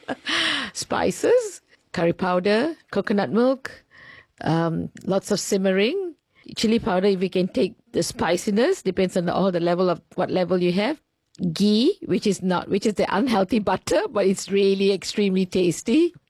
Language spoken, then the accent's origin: English; Singapore; first language Tamil; English is a second language; now in Darwin, Australia; I'm originally from Singapore, but I've lived in Darwin almost 40 years. I'm a Sri Lankan Tamil from Singapore.